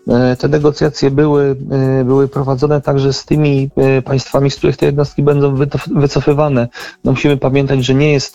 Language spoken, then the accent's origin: Polish; Poznań, Greater Poland Voivodeship, Poland; jestem z Poznania